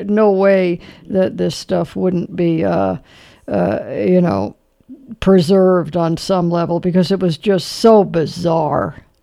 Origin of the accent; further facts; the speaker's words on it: Los Angeles, California, United States; born there; I was born in Los Angeles at Temple Hospital.